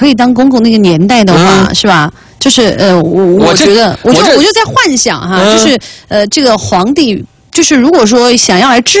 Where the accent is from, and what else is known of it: Sichuan, China